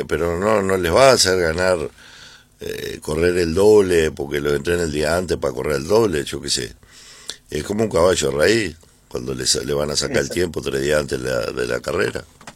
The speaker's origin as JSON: {"language": "Spanish", "country": "Uruguay"}